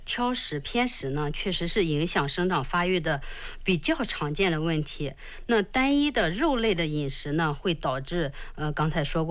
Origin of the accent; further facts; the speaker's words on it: Northeast China, China; 这就是为什么说那个我们东北人他都是高大个，